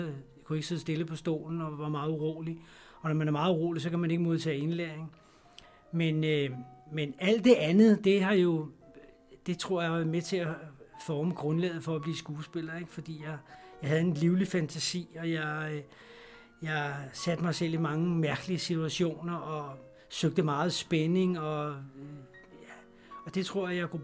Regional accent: Vangede, Capital Region of Denmark, Denmark; also born or lived in Copenhagen; Jeg er opvokset i Vanget.

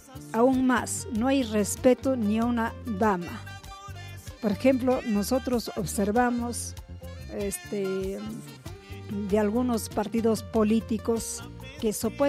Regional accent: Ayacucho, Peru; Me siento orgullosa de ser peruana, ayacuchana y bien sangre huamanguina para expresarlo, mi lengua materna.

